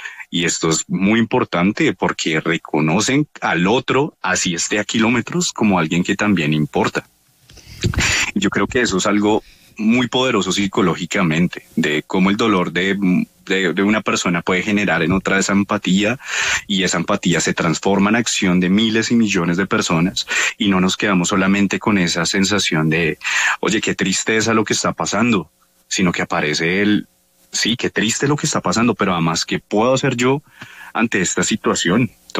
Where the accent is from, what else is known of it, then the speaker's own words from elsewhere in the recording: Colombia; en Colombia yo creo que la división y los extremos llegaron a confrontarnos, ¿sí? Como hermanos colombianos, como compatriotas.